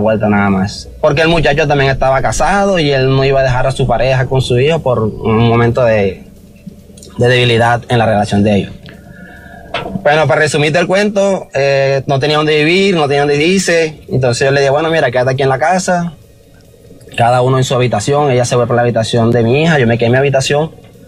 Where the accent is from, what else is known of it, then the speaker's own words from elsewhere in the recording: Caribbean Region, Colombia; porque yo soy costeño, ella es paisa, y no puede encajar en ese sistema de ellos.